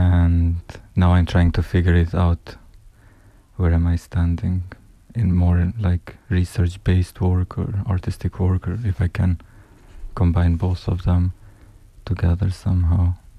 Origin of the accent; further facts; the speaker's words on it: Kosovo; moved away as an adult; now in Zurich, Switzerland; I come from Kosovo. And since almost 3 years now, I'm based in Zurich